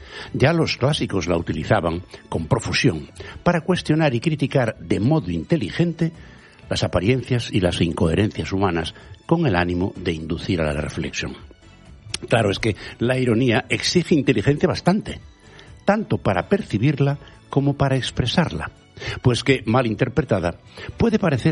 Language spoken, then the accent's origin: Spanish; Galicia, Spain; mi patria chica, Galicia.